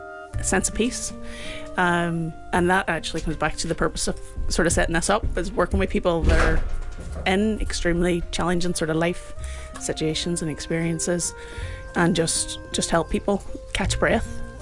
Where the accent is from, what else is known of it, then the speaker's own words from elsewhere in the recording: Ringsend, Northern Ireland, United Kingdom; Over Ringsend, just outside Coleraine. Garva, yeah.